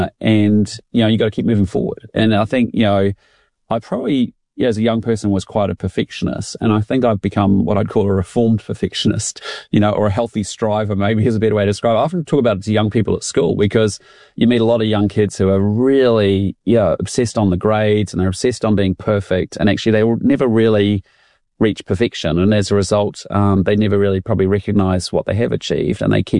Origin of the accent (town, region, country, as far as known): Christchurch, Canterbury, New Zealand